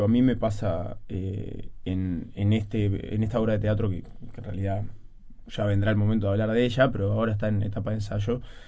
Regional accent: Uruguay; También porque somos uruguayos.

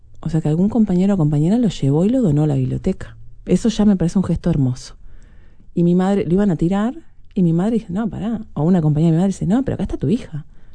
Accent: Montevideo, Uruguay; also born or lived in Buenos Aires; now in New York, United States; yo me mudé de Uruguay hace 16 años, antes no, de Buenos Aires a Nueva York, después, o sea, qué tipo... Hay miles de cosas que yo dejé en Montevideo

